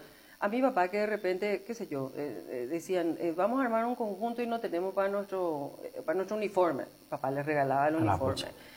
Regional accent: Asunción, Paraguay; born there; Yo nací en Asunción, de padres del interior. Mi papá es de Coronel Martínez, en el departamento del Guairá, y mi mamá es de Ipacaraí, malcriada en San Lorenzo. Y yo nací en Asunción.

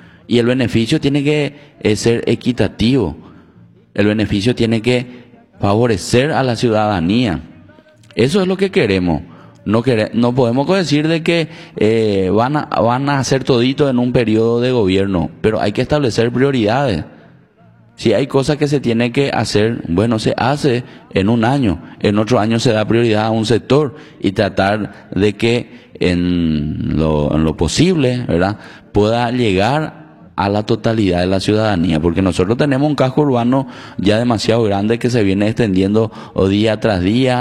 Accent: Paraguay; esa es la idiosincrasia nuestra también como paraguayo

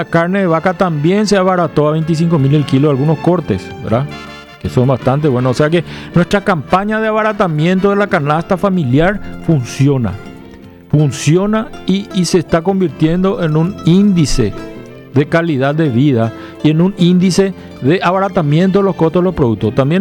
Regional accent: Paraguay

